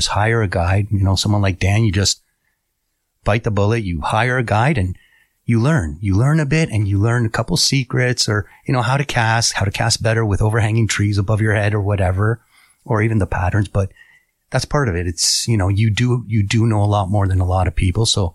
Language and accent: English; Toronto, Ontario, Canada; moved away; I grew up in Toronto, right?